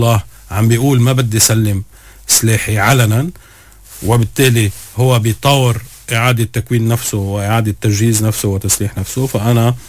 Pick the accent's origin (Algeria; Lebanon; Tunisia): Lebanon; أنا لبناني